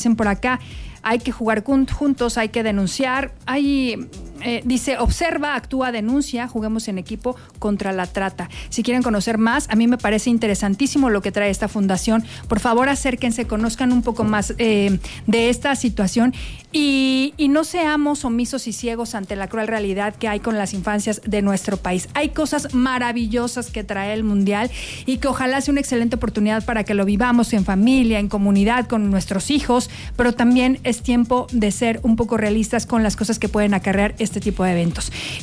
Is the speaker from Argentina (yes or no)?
no; Mexico